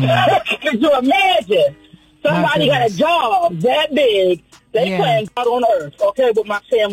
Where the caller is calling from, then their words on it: Baltimore County, Maryland, United States; I'm calling from Baltimore County, Maryland.